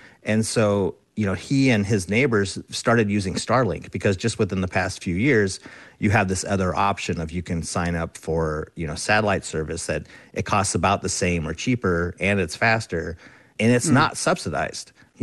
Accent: Alaska, United States; But, I'm from Alaska. I grew up here.

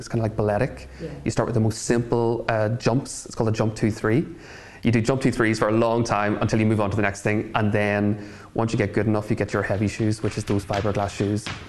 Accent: Northern Ireland, United Kingdom; I kept it a secret for many years. I was growing up outside Belfast as a boy during the Troubles

